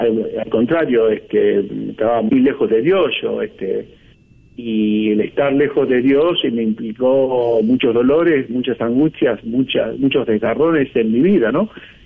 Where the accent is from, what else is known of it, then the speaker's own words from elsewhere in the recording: Rosario, Santa Fe, Argentina; moved away as an adult; Y el Señor que me había llamado de chiquitito aquí en Rosario, yo soy rosarino, viví hasta los 28 años de mi vida aquí en Rosario, me formé con los queridísimos padres del Sagrado Corazón de Jesús